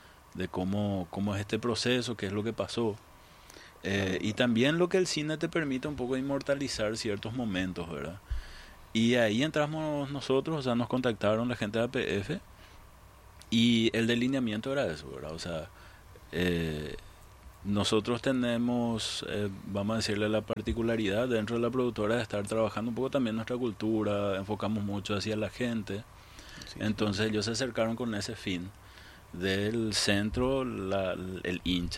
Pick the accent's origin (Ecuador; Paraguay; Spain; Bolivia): Paraguay; Tomamos un poco la excusa del fútbol para hablar de nosotros como paraguayos, de nuestra cultura